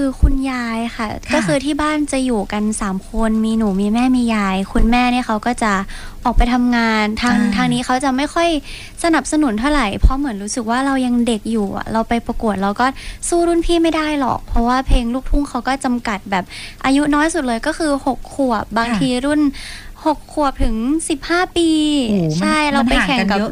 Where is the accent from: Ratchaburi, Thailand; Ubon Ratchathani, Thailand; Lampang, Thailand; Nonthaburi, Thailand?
Nonthaburi, Thailand; born there; now in Nakhon Pathom, Thailand; หนูเกิดนนทบุรีค่ะแต่ว่าตอนนี้อยู่นครปฐม